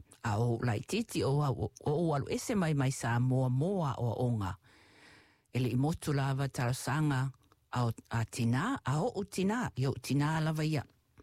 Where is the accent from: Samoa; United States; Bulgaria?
Samoa; When I was growing up in Samoa